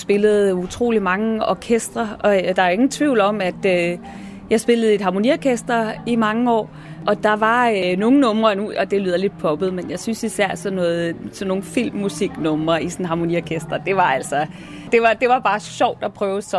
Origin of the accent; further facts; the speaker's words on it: Roskilde, Zealand, Denmark; kulturlivet i Roskilde, hvor jeg kommer fra